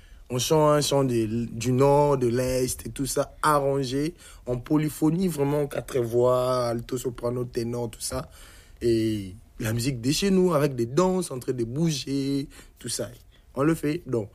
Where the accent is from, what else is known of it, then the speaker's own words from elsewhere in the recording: Kinshasa, DR Congo; born there; Mais comme je suis né à Kinshasa, c'est la ville de la diversité.